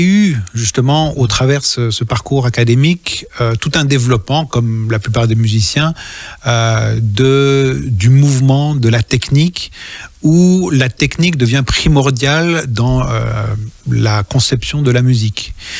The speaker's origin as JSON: {"language": "French", "country": "Madagascar", "said": "parce que je venais de Madagascar, que je n'avais jamais entendu ce genre de musique, j'ai ouvert grand les yeux."}